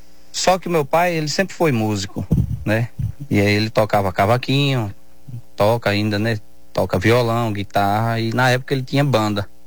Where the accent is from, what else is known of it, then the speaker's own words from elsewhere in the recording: Monte Santo, Bahia, Brazil; comecei a minha carreira em Monte Santo, na minha terra natal